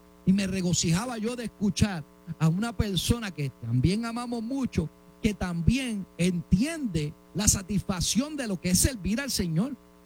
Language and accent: Spanish; Puerto Rico; Mire que a los puertorriqueños les gusta hablar. Muchos de nosotros hablamos más que un loro.